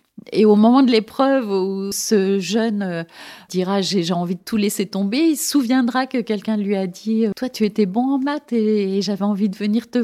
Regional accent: Nancy, Grand Est, France; born there; chez moi à Nancy

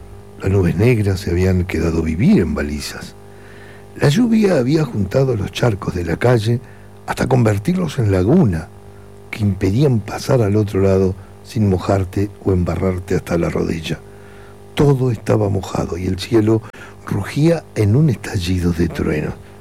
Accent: Maldonado, Uruguay; moved away as an adult; soy nacido y criado acá en Maldonado, al margen que tuve muchos años afuera, y en mi calle, nosotros nacimos y nos criamos ahí frente al parque infantil para los charcos de agua.

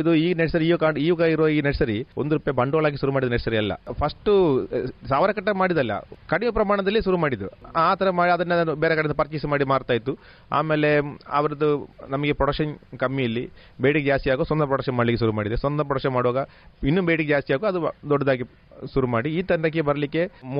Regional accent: Karnataka, India; now in Alake Majalu, India; ನನ್ನ ಮನೆ ಹೆಸರು ನಿನ್ನಿಕಲ್ಲು. ಅಲ್ಲ, ಒಂದು ಇಲ್ಲಿನ ಪಕ್ಕದ ವಿಟ್ಲ ರಸ್ತೆಯಲ್ಲಿ ಪಕ್ಕದಲ್ಲಿ ಒಂದು ಊರಿದೆ ನಿನ್ನಿಕಲ್ ಅಂತ ಹೇಳಿ.

